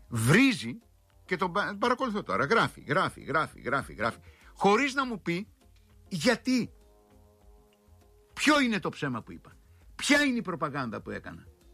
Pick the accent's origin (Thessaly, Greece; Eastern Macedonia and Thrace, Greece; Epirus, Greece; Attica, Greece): Epirus, Greece; Δεν είμαι από την Κρήτη για να είμαι βασιλάκης, είμαι υπηρώτης και